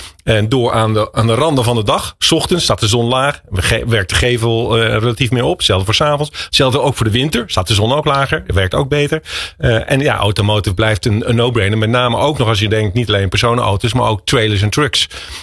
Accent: Netherlands; wij hebben als Nederlanders de meeste zonnepanelen per hoofd van de bevolking van de hele wereld

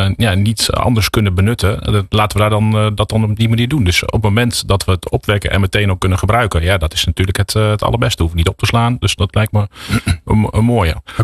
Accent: Doetinchem, Gelderland, Netherlands; born there; moved away; also born or lived in near Arnhem; ik ben geboren in Doetinchem, maar ik heb lang in de buurt van Arnhem gewoond, waar ze de trolleybussen hebben natuurlijk.

